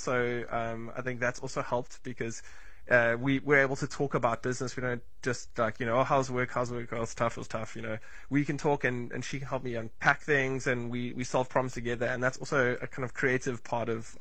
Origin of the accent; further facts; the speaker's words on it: South Africa; But over time, you realize as a South African, you have a whole wheelhouse of skills that you didn't know that you had, because a whole bunch of South Africans that you live with are the same.